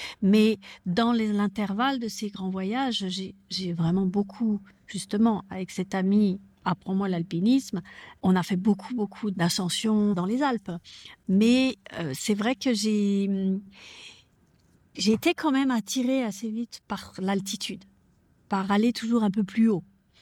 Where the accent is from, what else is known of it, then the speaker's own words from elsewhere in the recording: Lausanne, Vaud, Switzerland; born there; Donc, quand je suis en Suisse, alors je suis suisse. Quand je suis à Lausanne, je suis vauloise parce que je suis née à Lausanne. Quand je suis en France, je suis française. Et quand je vais au Canada, je suis canadienne.